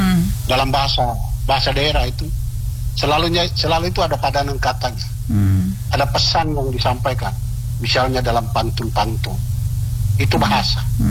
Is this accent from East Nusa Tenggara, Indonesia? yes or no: yes; East Nusa Tenggara, Indonesia; also born or lived in Maumere / Sumatra; now in Lewoleba, Indonesia; saya ini orang Ilape.